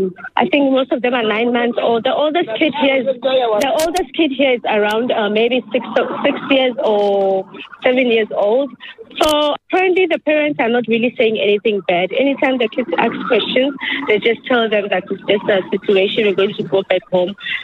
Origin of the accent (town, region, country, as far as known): South Africa; born or raised there